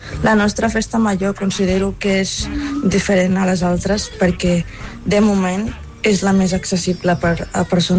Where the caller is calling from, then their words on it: Barcelona, Catalonia, Spain; de Barcelona.